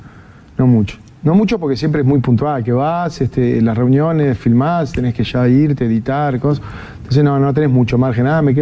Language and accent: Spanish; Uruguay; Yo soy de Uruguay, a ver.